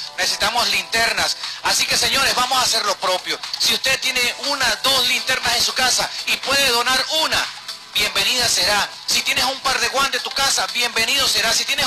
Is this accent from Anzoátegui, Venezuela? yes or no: yes; Puerto Píritu, Anzoátegui, Venezuela; como habitantes de Píritu, como habitantes de Puerto Píritu, como habitantes de esas zonas aledañas a nuestro municipio